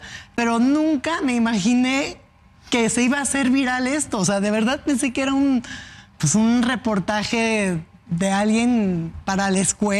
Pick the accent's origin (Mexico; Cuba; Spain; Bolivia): Mexico; Sí, somos mexicanos. Pero nos encanta México.